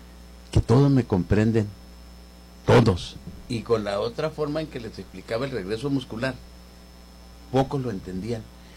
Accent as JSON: {"language": "Spanish", "town": "Samalayuca", "region": "Chihuahua", "country": "Mexico", "said": "soy de Chamalayuca."}